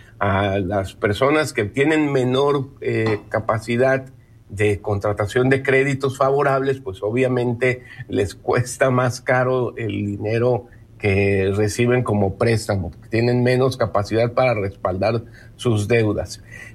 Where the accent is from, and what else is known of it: Mexico